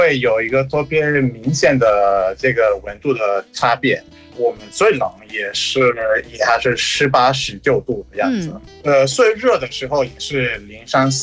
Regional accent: Caracas, Capital District, Venezuela; Chinese is a second language; moved away as an adult; now in China; 我的家在首都，然后首都的位置可能比较好，没有那么热。

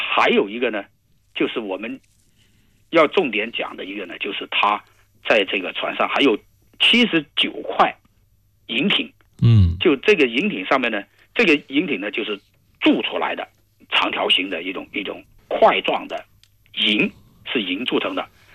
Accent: China; 我们中国人

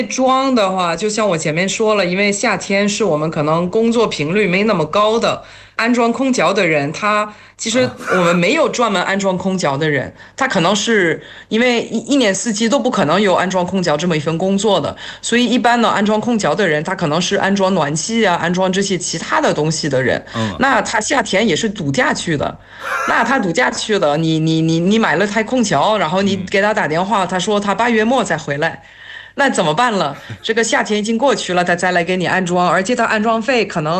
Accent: France; 我是来自法国的

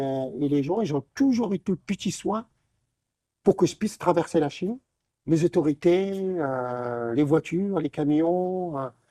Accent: Morocco; born there; je suis né au Maroc et je suis parti le 7 février de Casablanca.

